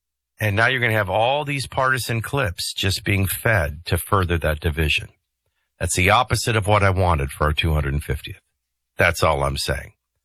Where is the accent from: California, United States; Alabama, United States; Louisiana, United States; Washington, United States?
Louisiana, United States; New Orleans; And I'm from New Orleans